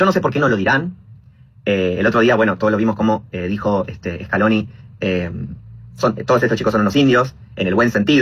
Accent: Argentina; yo soy un argentino marrón, muestro mi perfil, también puedo mostrar ahora mi pelo, mi pelo largo indígena.

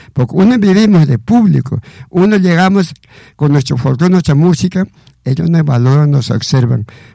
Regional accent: Antonio Raimondi province, Ancash, Peru; soy Ancashino, soy de Antonio Raimón de Yamillín

